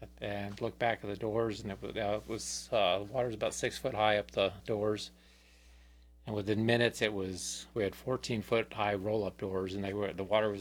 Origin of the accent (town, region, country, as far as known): Florida, United States; moved away as an adult